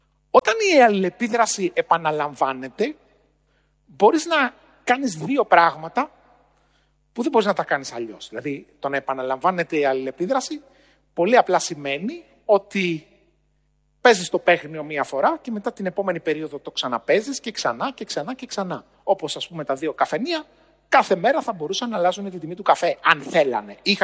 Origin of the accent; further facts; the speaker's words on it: Agrinio, Western Greece, Greece; Στο χωριό μου λοιπόν, στο Αγρίνιο, εκεί που μεγάλωσα, στον Αβαρίκο το Λακαρνανίας, ένα μικρό χωριό που είναι κοντά στο Θέρμο